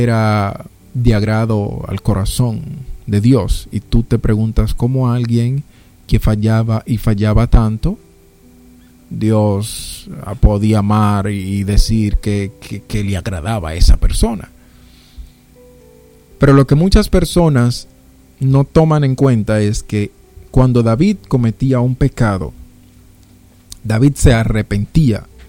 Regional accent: Dominican Republic; como decimos los dominicanos

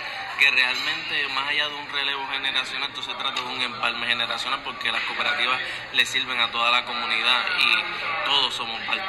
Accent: Naguabo, Puerto Rico; moved away as an adult; now in Caguas, Puerto Rico; aunque actualmente vivo en Cagua, soy joven de Nahuabo, estudié toda mi vida en el barrio de Aguao, en el pueblo de Nahuabo, la Escuela Superior

